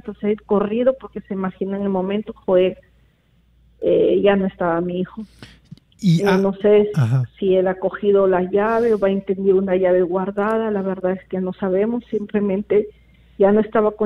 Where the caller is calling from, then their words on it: Lambayeque, Peru; Soy de Lambayeque, de Pueblo Joven San Martín.